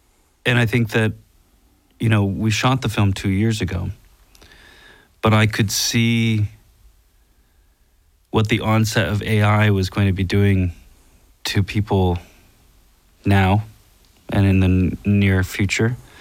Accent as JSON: {"language": "English", "region": "Nova Scotia", "country": "Canada", "also_born_or_lived": "Halifax", "said": "I'm from the Valley."}